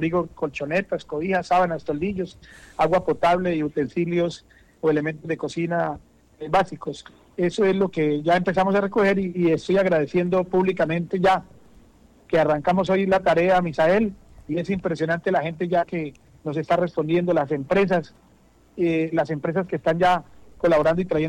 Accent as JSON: {"language": "Spanish", "town": "San Luis de Palenque", "region": "Casanare", "country": "Colombia", "tie": "born or raised there", "moved": "yes", "lives_now": "Meta, Colombia", "said": "Nosotros como casanareños y también como oriundos de San Luis de Palenque"}